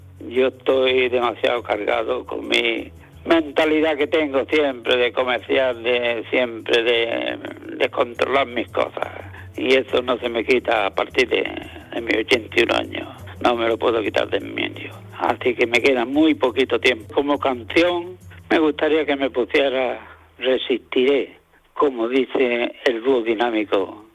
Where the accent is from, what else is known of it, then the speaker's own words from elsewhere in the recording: Almuñécar, Andalusia, Spain; … de Almuñécar, gerente de la Peña El Aguacate.